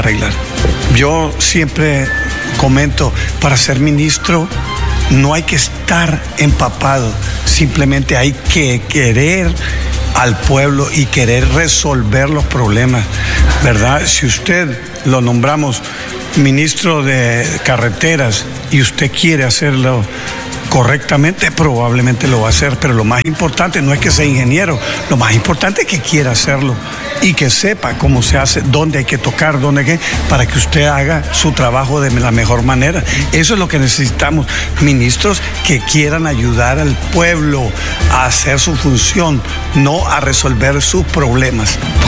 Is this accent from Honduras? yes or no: yes; Honduras; un contraste que como hondureño no nos deja muy satisfechos.